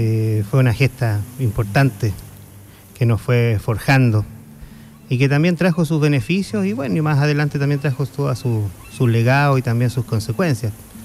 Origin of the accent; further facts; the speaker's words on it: Chile; nuestra identidad como chilenos